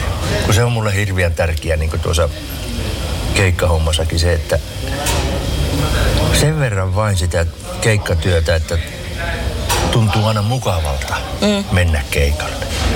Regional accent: Tampere, Pirkanmaa, Finland; Mä oon Tampereelta.

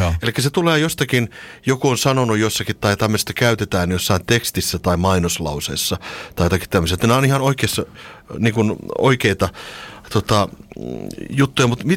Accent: Tampere, Pirkanmaa, Finland

